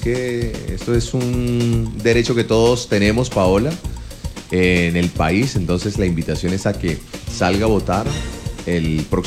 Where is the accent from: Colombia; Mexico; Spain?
Colombia; De nuestro país, de Colombia.